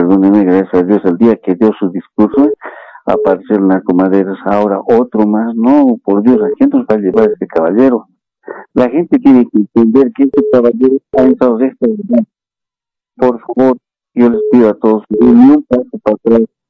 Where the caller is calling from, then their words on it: La Paz, Bolivia; le hablo de La Paz